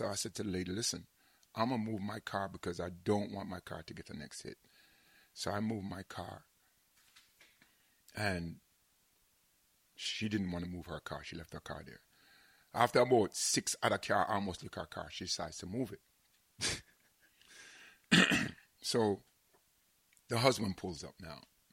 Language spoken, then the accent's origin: English; Jamaica; They don't know I'm Jamaican.